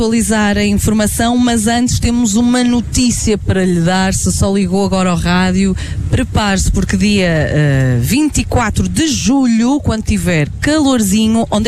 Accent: Norte, Portugal; Eu sou do Norte, eu digo muitas vezes caraca

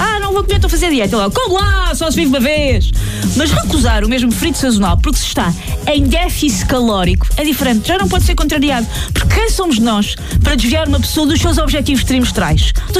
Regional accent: Portugal

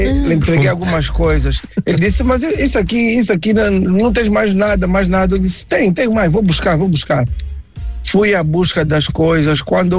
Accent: Angola; Quando era puto, lá em Angola, apareceu um gajo que me encontrou lá embaixo do prédio, no meu prédio

